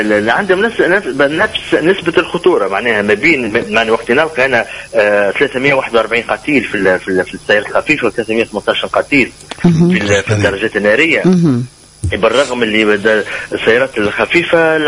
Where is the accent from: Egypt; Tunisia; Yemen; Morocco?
Tunisia